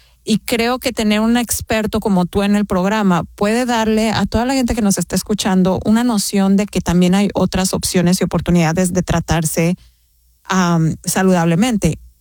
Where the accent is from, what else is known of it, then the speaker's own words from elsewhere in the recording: Mexico; now in Massachusetts, United States; Yo siendo mexicana, recuerdo el haber ido a mis doctores, el ginecólogo.